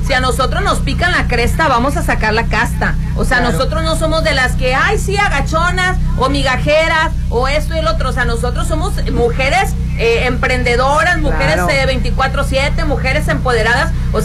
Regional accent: Mazatlán, Sinaloa, Mexico; hay muy pocos aquí en Mazatlán que tienen el apellido y que son de abolengo, la mayoría venimos de colonia, venimos de rancho, somos del populacho

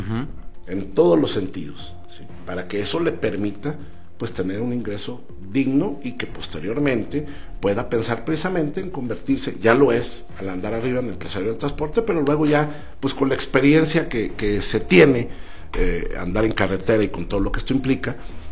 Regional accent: San Juan de Guadalupe, Durango, Mexico; rumbo a mi tierra, San Juan de Guadalupe

